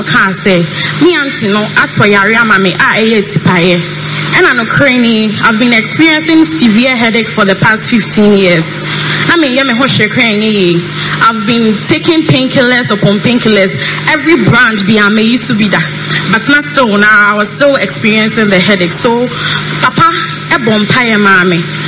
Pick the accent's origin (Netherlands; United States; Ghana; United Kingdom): Ghana; Ashaiman, Greater Accra; … in the business, and I'm from Ashaman, Asiyana Meson.